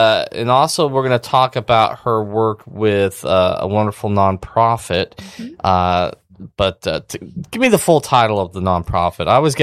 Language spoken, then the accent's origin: English; Salt Lake City, Utah, United States; now in Birmingham, United States; my hometown, Salt Lake City